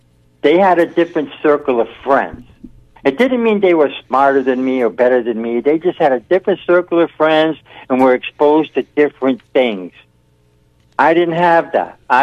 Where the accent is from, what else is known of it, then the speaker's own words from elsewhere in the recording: Brooklyn, New York, United States; I grew up in East Brooklyn, Quebec Square.